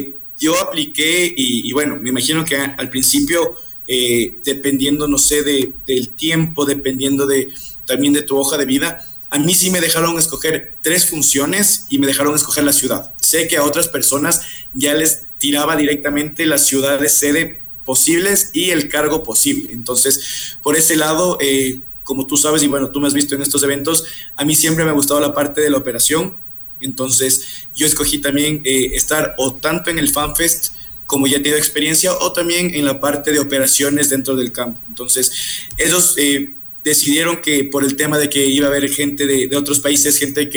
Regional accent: Ecuador; me da mucho orgullo ser ecuatoriano

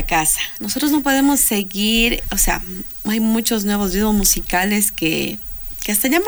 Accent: Ecuador; como artistas, como ecuatorianos.

